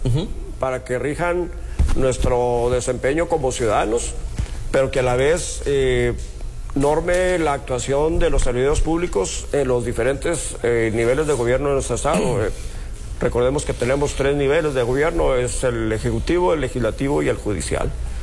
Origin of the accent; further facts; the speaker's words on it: Piedras Negras, Coahuila, Mexico; yo soy de Piedras Negras, me interesa que mi ciudad esté lo mejor posible